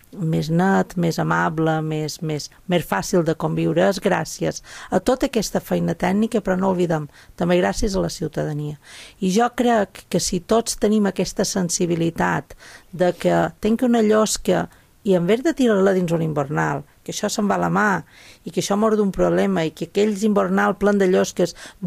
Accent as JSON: {"language": "Catalan", "town": "Pollença", "region": "Balearic Islands", "country": "Spain", "said": "ens hem de sentir molt orgullosos tots aquells pollencins"}